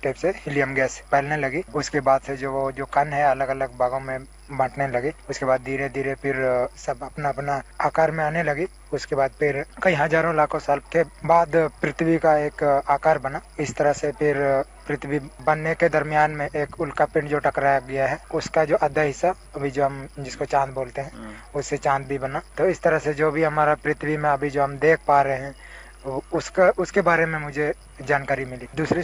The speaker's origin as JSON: {"language": "Hindi", "town": "Chaibasa", "region": "Jharkhand", "country": "India", "said": "मैं पश्चिम सिंहभूम चाईबासा से हूँ।"}